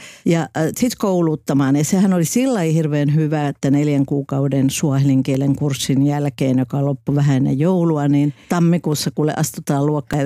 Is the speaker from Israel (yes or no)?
no; Kilimanjaro, Tanzania; now in Finland; Kaikki kysyy, mistä mä oon kotosi, niin mä sanoin, että made in Kilimanjaro.